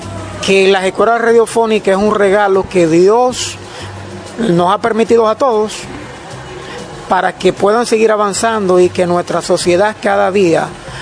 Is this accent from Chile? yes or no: no; San Francisco de Macorís, Duarte, Dominican Republic; de San Francisco de Macorís.